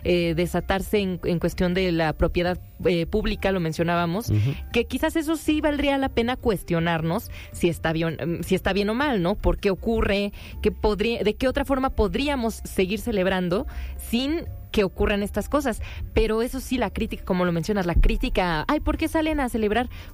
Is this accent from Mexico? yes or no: yes; Mexico